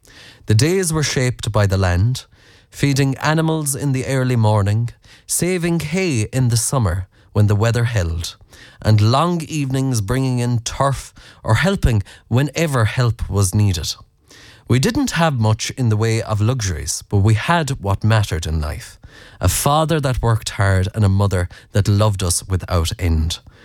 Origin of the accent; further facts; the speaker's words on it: Connacht, Ireland; But I was born in North Mayo back in the late 50s. I listen to your Friday night country music show every week, and I can honestly say it brings me closer to home more than anything else I know. I grew up on a small farm in Mayo